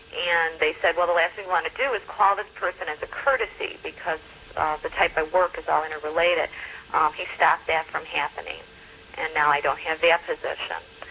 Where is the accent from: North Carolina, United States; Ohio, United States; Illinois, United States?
Illinois, United States; Chicago; Sister, I'm from Chicago, or a suburb of Chicago